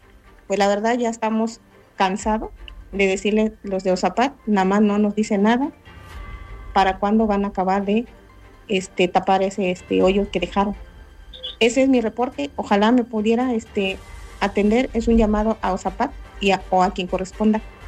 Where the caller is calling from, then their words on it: Tehuacán, Puebla, Mexico; soy vecina de San Lorenzo Teotipilco, específicamente de la calle Josefa Ortiz de Domínguez.